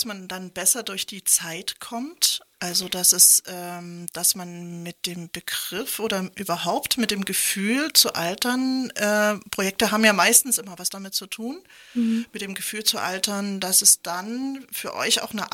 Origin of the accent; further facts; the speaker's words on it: eastern Germany, Germany; Ich bin ja im Osten groß geworden, also die ganzen Mütter haben gearbeitet, also bis auf, was weiß ich, 5%.